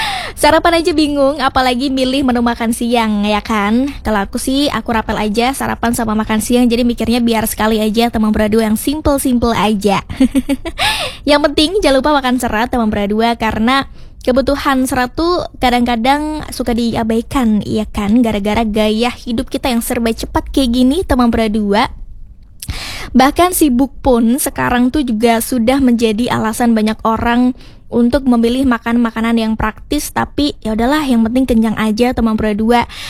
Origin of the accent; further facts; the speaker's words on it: Klaten, Central Java, Indonesia; karena sebagai warga Klaten kita tuh harus nyopak nyoto pagi